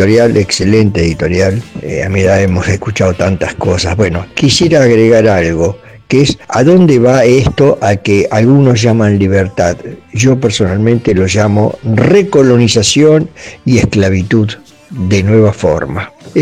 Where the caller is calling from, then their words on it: Ranelagh, Buenos Aires Province, Argentina; de Ranelag, tengo 79 años y las he vivido todas estas.